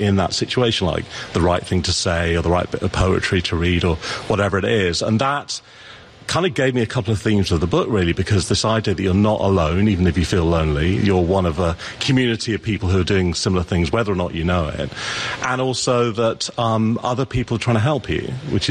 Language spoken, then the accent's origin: English; England, United Kingdom; born or raised there